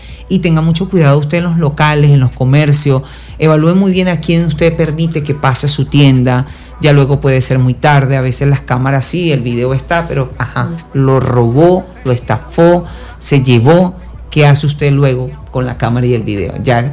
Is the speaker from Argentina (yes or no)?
no; Venezuela; Seamos buen venezolanos